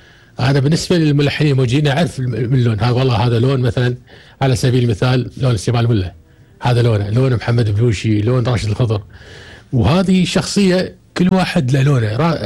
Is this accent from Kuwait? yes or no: yes; Kuwait; عندنا بالكويت